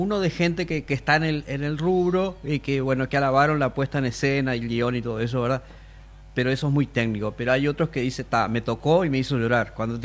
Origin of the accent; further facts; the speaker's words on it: Uruguay; Hace demasiados años que soy uruguayo